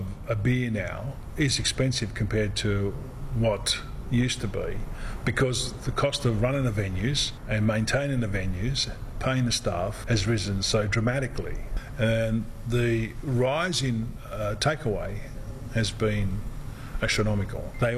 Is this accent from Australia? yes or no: yes; Bondi, New South Wales, Australia; So I grew up in Bondi, and above the fruit shop is where we lived.